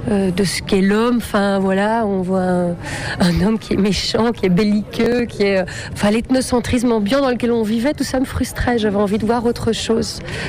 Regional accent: Belgium; lui espagnol, moi je suis belge.

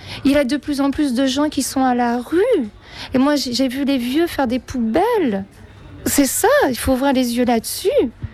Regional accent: Normandy, France; moved away; C'est mes origines, je ne renierai jamais ça. Je suis française normande et fière de l'être.

